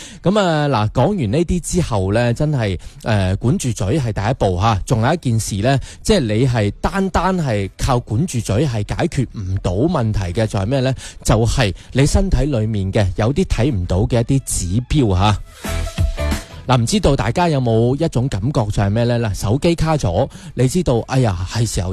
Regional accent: Guangdong, China; 咁我哋广东人聚餐好多啦，中意食宵夜啦

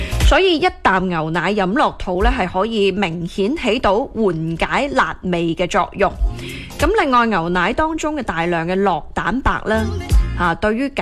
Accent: Guangdong, China; 我哋广东人

